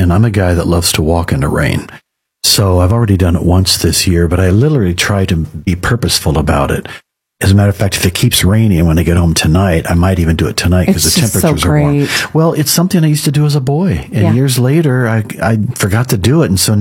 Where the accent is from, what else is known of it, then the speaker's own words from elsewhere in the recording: Springfield, Illinois, United States; I grew up in Springfield, Illinois.